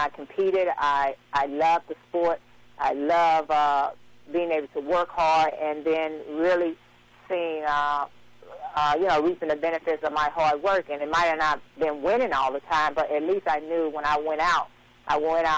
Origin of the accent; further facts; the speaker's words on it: East St. Louis, Illinois, United States; my hometown of East St. Louis